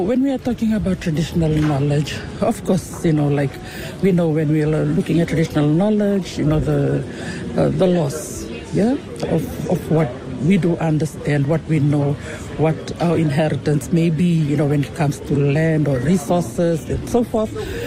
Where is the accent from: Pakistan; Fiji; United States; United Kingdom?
Fiji; I'm the Chief Executive Officer for the Pacific Disability Forum. I am from Fiji.